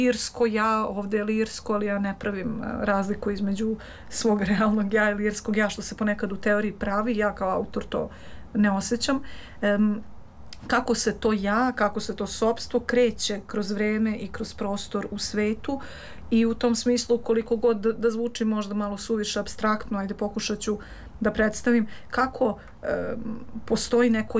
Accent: Belgrade, Serbia; kao što je ljubav prema zemlji, tako i prema Beogradu, koji je moj zavičaj

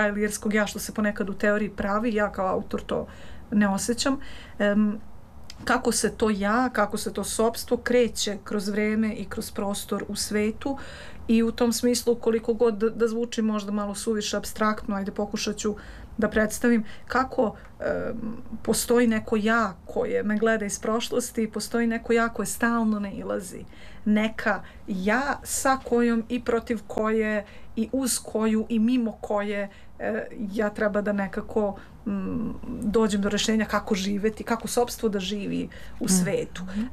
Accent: Belgrade, Serbia; kao što je ljubav prema zemlji, tako i prema Beogradu, koji je moj zavičaj

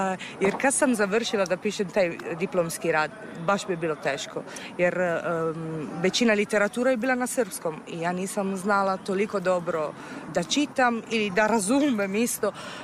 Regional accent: Bari, Apulia, Italy; Serbian is a second language; now in Serbia; dolazim iz Barija, i to je to.

